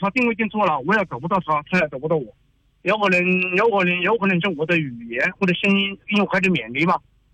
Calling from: southern China, China; 因为我是南方人

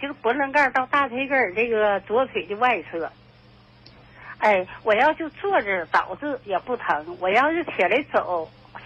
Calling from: Anshan, Liaoning, China; 我是鞍山的新朋友

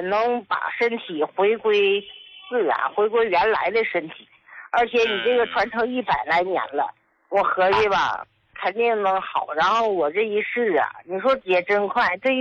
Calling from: Heilongjiang, China; 胡老师，我是黑龙江的，我用咱们这个老高，现在已经用了8个多月了。

